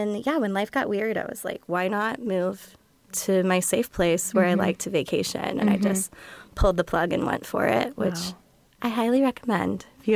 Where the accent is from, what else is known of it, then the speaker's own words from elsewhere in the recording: Salt Lake City, Utah, United States; also born or lived in Kansas; now in Humboldt County, United States; I'm originally from Salt Lake City.